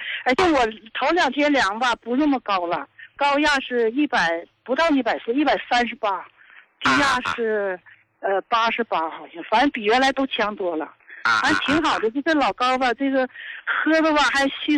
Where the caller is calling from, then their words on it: Qiqihar, Heilongjiang, China; 我是黑龙江的，那啥，齐齐哈尔的，71岁了。